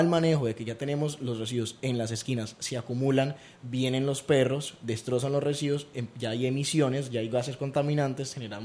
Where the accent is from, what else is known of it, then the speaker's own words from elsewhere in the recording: Buenaventura, Valle del Cauca, Colombia; no solamente por ser de Buenaventura, sino también por ser el único colombiano y además el único sudamericano